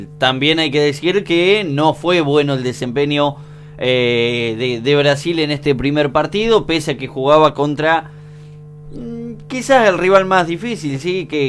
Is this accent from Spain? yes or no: no; Argentina; quién mejor que los argentinos podemos decir